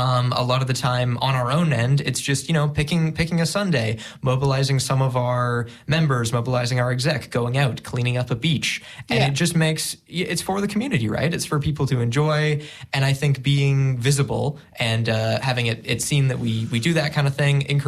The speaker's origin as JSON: {"language": "English", "country": "Canada", "moved": "yes", "lives_now": "New Zealand", "said": "Being Canadian"}